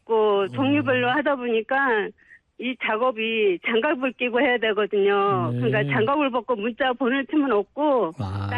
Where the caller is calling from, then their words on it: Suwon, Gyeonggi Province, South Korea; 저는 집이 수원인데 안양으로 출퇴근한 지 지금 10년이 넘었어요.